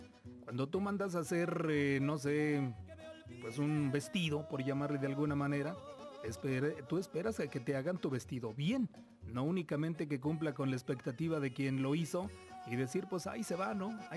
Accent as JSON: {"language": "Spanish", "country": "Mexico"}